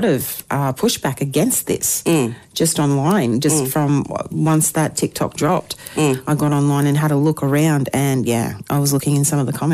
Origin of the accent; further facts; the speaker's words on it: Australia; as Australian citizens